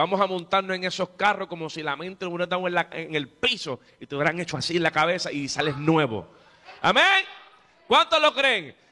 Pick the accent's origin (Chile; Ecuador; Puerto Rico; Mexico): Puerto Rico; Bueno, yo soy americano. El boricua también somos americanos.